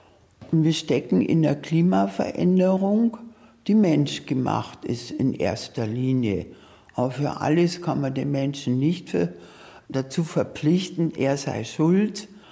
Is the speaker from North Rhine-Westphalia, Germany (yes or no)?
no; Munich, Bavaria, Germany; Also ich komme aus München und da gibt es die Isarauen.